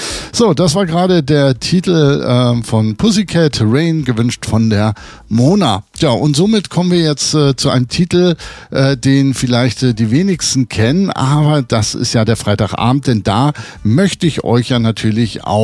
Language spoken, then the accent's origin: German; Germany; born there; moved away; Ich bin ja nicht in Hamburg geboren, sondern nur daneben. So, ich bin so ein Querläufer gewesen da im Norden.